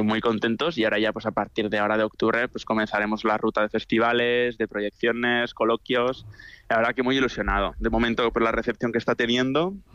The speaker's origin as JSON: {"language": "Spanish", "region": "Navarre", "country": "Spain", "said": "Yo siendo navarro"}